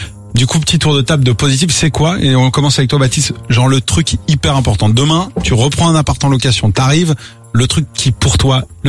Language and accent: French; Pouzauges, Pays de la Loire, France; now in Paris, France; moi j'ai grandi vraiment à Pouzeau, j'ai la campagne en Vendée. Je peux te dire, la première maison était à 2 km